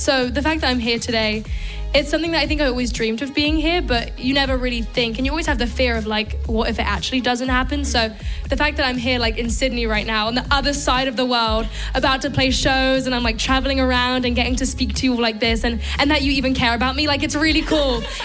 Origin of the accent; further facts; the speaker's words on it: London, United Kingdom; I think playing my first show in London was really cool, very memorable because that's my hometown.